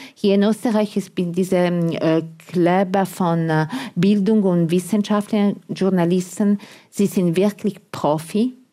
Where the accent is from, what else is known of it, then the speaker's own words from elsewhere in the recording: Italy; German is a second language; moved away as an adult; now in Austria; für mich als Italiener